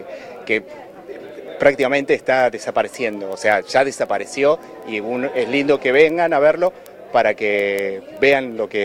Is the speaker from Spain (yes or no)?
no; Río Gallegos, Santa Cruz, Argentina; soy de acá de Río Gallegos